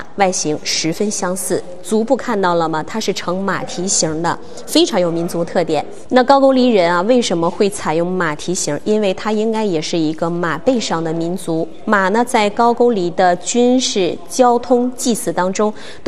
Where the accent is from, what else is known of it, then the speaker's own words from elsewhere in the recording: Northeast China, China; 咱们东北话叫什么，地印子